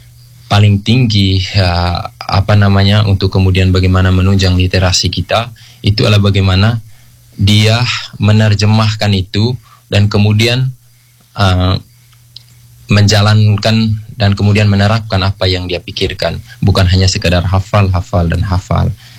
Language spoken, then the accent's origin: Indonesian; East Nusa Tenggara, Indonesia; Bahwa kita orang NTT lebih mudah mencerna bahasa lisan ketimbang bahasa tulisan.